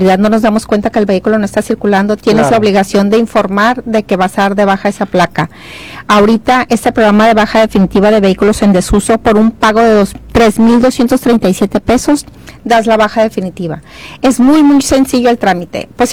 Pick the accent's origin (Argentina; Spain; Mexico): Mexico; Sinaloa; como buenos conductores, como buenos sinaloenses